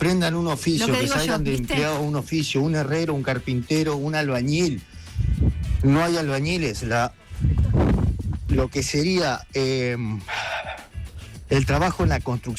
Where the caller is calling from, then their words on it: La Pampa, Argentina; nosotros somos de La Pampa